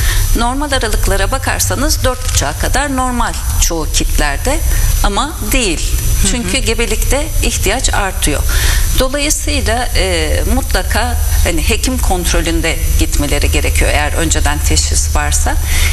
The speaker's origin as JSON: {"language": "Turkish", "region": "Ankara", "country": "Turkey", "tie": "born or raised there", "also_born_or_lived": "Kayseri", "moved": "as an adult", "lives_now": "Aydın, Turkey", "said": "1966 Ankara doğumluyum. İlk ve orta öğretimimi Ankara'da tamamladıktan sonra Erciyes Üniversitesi'nde tıp ihtisası yaptım. Ardından yan dal ve dahiliye ihtisasını Adnan Menderes Üniversitesi'nde Aydın'da tamamladım."}